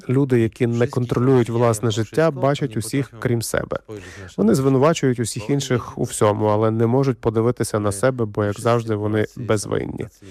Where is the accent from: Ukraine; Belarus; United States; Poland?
Poland; Я поляк, і поляки за кордоном теж не святі.